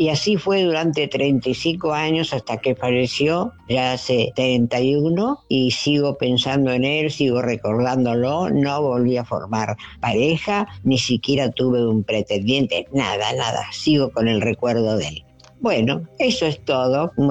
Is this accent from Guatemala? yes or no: no; Ukraine; born there; Spanish is a second language; moved away; Y yo nací en Ucrania y él en Italia.